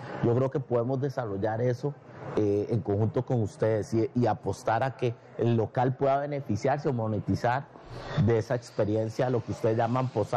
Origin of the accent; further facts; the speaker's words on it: Limón, Costa Rica; de cómo yo vengo de Limón, que es una de las provincias de Costa Rica, que comparte gastronomía, cultura, idioma con San Andrés.